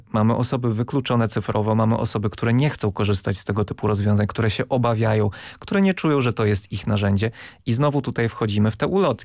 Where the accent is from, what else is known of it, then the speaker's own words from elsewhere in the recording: Lublin Voivodeship, Poland; Ja pochodzę z niedużego miasta na Lubelszczyźnie i tam są siłownie na świeżym powietrzu.